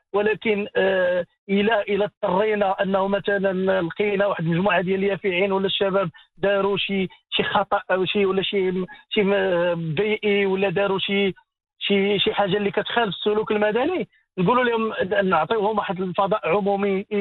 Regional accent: Morocco; عندنا في المغرب

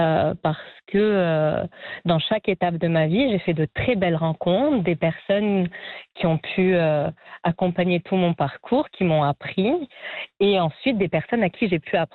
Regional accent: Annecy, Auvergne-Rhône-Alpes, France; moved away; plus, je venais de France, oui, mais d'Annecy, qui est à côté de la Suisse, donc avec une culture quand même très rigoureuse, très carrée. Et là, j'ai débarqué à Casablanca avant d'atterrir à Rabat

